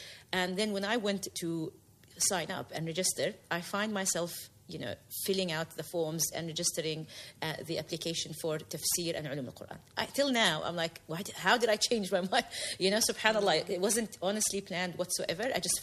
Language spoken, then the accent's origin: English; New Zealand; I grew up in New Zealand.